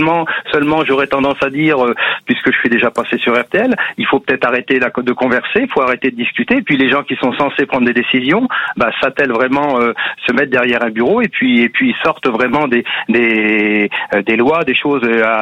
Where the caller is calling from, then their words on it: Bourgogne-Franche-Comté, France; Moi j'appelle de Lyon, très beau département, du côté d'Auxerre, oui, campagne.